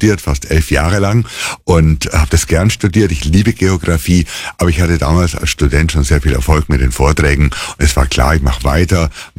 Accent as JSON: {"language": "German", "town": "Munich", "region": "Bavaria", "country": "Germany", "tie": "born there", "said": "Ich lebe in München, bin geboren in München und liebe mein Oberbayern."}